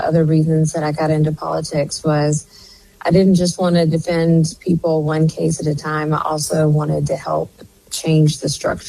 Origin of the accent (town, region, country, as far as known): Memphis, Tennessee, United States; born or raised there